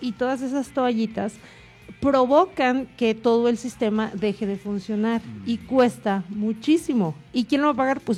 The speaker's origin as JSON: {"language": "Spanish", "town": "San Diego de la Unión", "region": "Guanajuato", "country": "Mexico", "tie": "born or raised there", "moved": "yes", "lives_now": "Camargo, Mexico", "said": "En mi pueblo, y te estoy hablando de San Diego de la Unión, Guanajuato"}